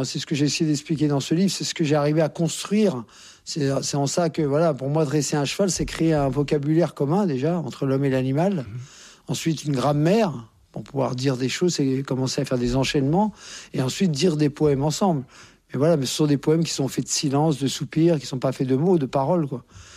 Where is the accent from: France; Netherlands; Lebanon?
France; Courbevoie, Île-de-France; born there